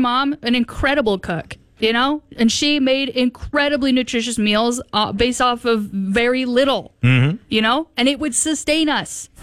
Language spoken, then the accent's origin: English; United States; we're American.